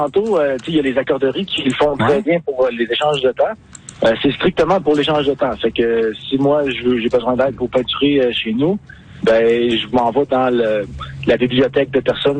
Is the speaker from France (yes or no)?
no; Cacouna, Quebec, Canada; now in Saint-Clément, Canada; Puis Kakuna, après, ben moi, je suis natif de là.